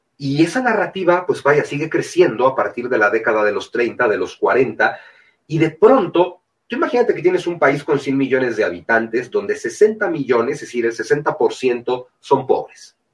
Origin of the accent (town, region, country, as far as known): Mexico